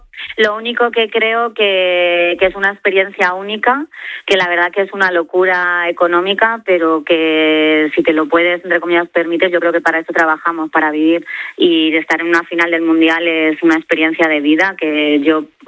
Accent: Spain; Yo creo que nos apoderó el sentimiento de este de yo soy español, digo yo quiero estar ahí

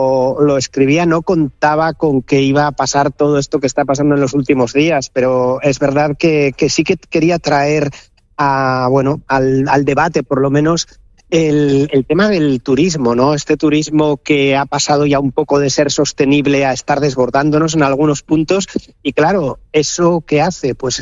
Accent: San Sebastián, Basque Country, Spain; yo soy de Donosti

